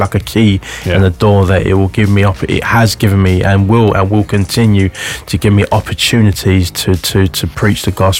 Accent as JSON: {"language": "English", "region": "London", "country": "United Kingdom", "said": "I don't do north. I'm a Londoner."}